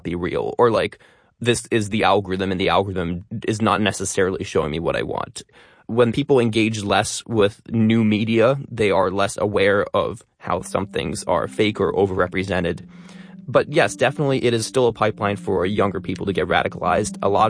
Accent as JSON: {"language": "English", "town": "Albany", "region": "New York", "country": "United States", "tie": "born or raised there", "said": "than my congressman where I grew up in Albany, New York, Paul Tonko."}